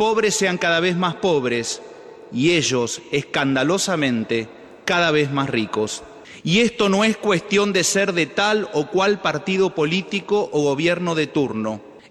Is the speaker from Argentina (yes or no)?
yes; Argentina; Como sociedad argentina también recorremos caminos peligrosos